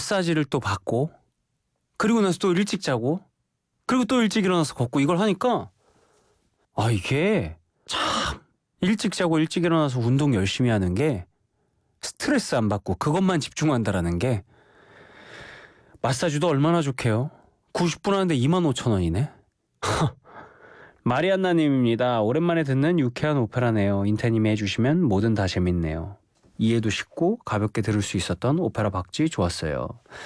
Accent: South Korea; 한국에서 온

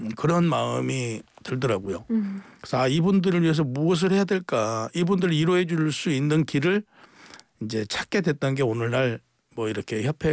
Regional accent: Namwon, North Jeolla, South Korea; 제 고향이 이제 남원인데

